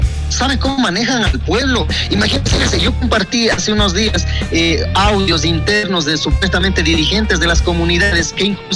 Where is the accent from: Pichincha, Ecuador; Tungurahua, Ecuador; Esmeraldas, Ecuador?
Tungurahua, Ecuador; muchas personas me han dicho que no me parezco indígena, pero pues vivo acá, mi papá vive aquí, mi mamá vive aquí, nací aquí, entonces no sé qué más hacer para poder demostrar que nací aquí en Río Colorado.